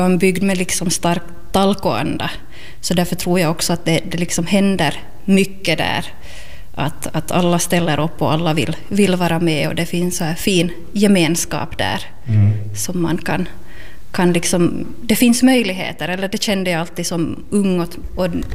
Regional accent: Lappfjärd, Ostrobothnia, Finland; also born or lived in Vaasa; now in Kristinestad, Finland; från Lappfjärd, jag är stolt Lappfjärdsbo från rötterna, från början. Så född och uppvuxen i Lappfjärd och har bodde här tills jag var 18 ungefär. Och sen flyttade jag till Vasa och bodde där ungefär lika länge, 18 år.

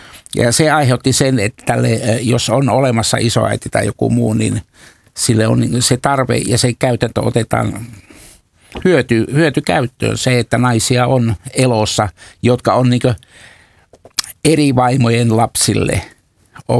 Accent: Eastern Finland, Finland; meillä Itä-Suomessa on tietysti ollut niin kuin tämä perheet on niin kuin kasvaneet ja olleet koko ajan yhdessä aivan eri lailla kuin Länsi-Suomessa.

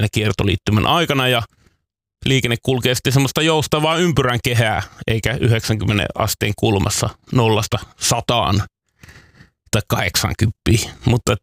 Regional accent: Northern Finland, Finland; moved away; Koska Pohjois-Suomessa, mistä mä oon kotoisin

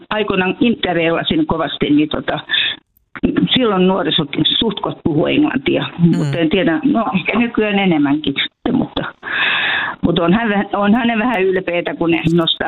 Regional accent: Espoo, Uusimaa, Finland; also born or lived in Helsinki; now in Leivonmäki, Finland; Mä oon kotoisin Espoosta, Helsingissä syntyjä ja kolmannen polven helsinkiläinen, mutta sitten haluttiin tulla tänne rauhaan.

